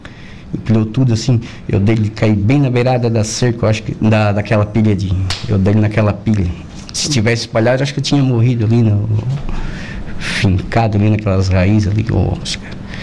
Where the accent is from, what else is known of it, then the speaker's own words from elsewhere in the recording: Araranguá, Santa Catarina, Brazil; eu nasci aqui em Aranguá, né? A mãe também